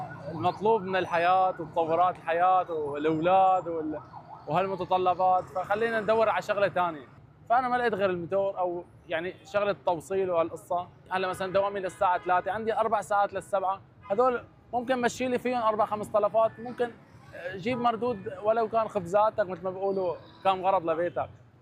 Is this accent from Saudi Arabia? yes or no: no; Syria; يعني الشغل الثاني هون عندنا بسوريا صار حاجة ملحة،